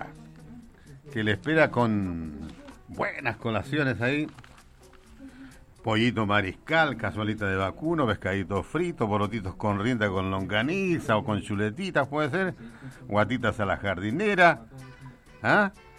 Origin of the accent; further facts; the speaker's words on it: Cañete, Biobío, Chile; yo soy de Cañete.